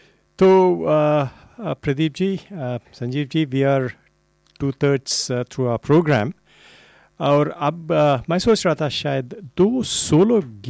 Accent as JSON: {"language": "Hindi", "region": "Andhra Pradesh", "country": "India", "moved": "yes", "lives_now": "Sydney, Australia", "said": "मैं आंध्रा से हूँ"}